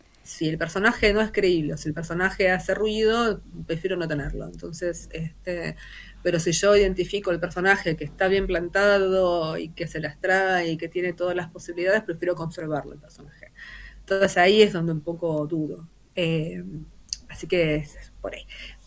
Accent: Argentina; cuántos millones somos de argentinos

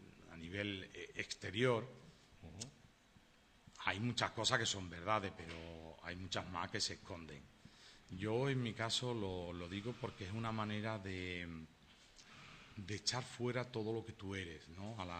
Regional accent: Sanlúcar de Barrameda, Andalusia, Spain; si yo tengo que traer a mi mente las imágenes más claras del lugar de donde soy, de cómo era el cielo, de cómo eran las plantas, los caminos, etcétera, etcétera, pues eso es Pago Calvario. Luego, por extensión, vale. Sanlúcar

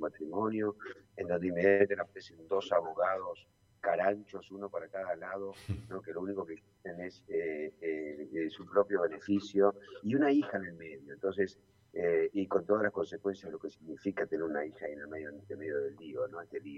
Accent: Argentina

